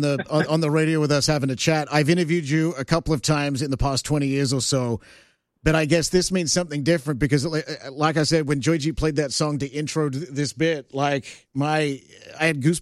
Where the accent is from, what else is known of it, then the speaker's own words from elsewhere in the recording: Canada; It's like, hey, I'm a Canadian guy. This is a Canadian song.